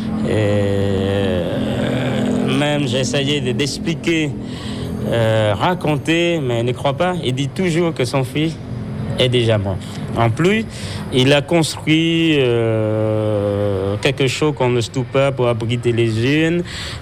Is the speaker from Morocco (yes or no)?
no; Cambodia; born there; French is a second language; now in Siem Reap, Cambodia; je suis retourné à mon village natal et j'ai trouvé ma maison, mes parents.